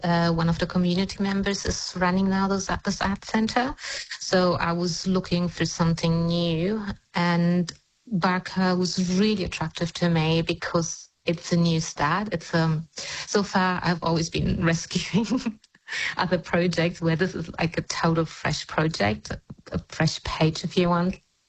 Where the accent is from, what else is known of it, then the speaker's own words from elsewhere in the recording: Germany; now in Australia; When I came from Germany, of course, I didn't have a clue, and I landed right in the middle of the desert